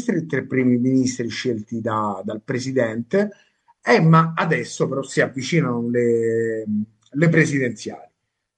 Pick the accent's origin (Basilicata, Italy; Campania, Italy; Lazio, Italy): Lazio, Italy; Rome; da romani particolarmente privilegiati